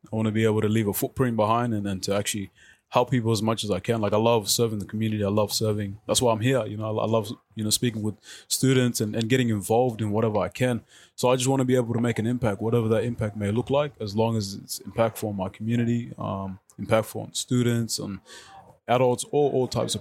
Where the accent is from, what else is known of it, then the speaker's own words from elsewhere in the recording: South Sudan; moved away; I come from South Sudan